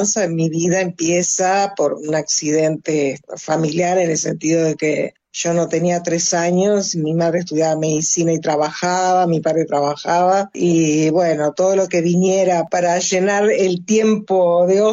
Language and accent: Spanish; Montevideo, Uruguay; also born or lived in Maldonado, Uruguay; en este momento estoy viviendo en Montevideo nuevamente, que es mi ciudad natal. Montevideo es una ciudad preciosa. Es la ciudad de una, yo creo que es el lugar, yo me siento bien en ella. Viví también 16 años en Maldonado por cuestiones de trabajo